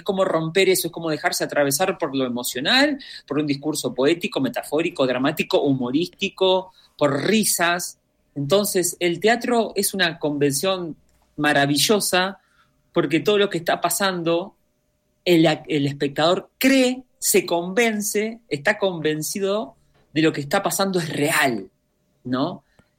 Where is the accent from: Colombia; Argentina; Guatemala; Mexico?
Argentina; Nosotros venimos de Argentina